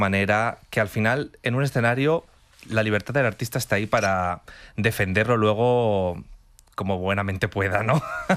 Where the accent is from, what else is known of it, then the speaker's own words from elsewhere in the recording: Valladolid, Castile and León, Spain; Pues me empecé a interesar en todo esto cuando me fui de mi tierra, que yo soy de Valladolid.